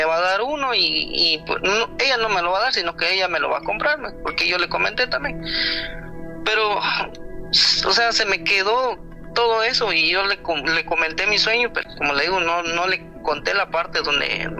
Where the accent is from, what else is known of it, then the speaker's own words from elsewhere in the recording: Guatemala; now in United States; Sí, yo soy de Guatemala, ella allá en el pueblo.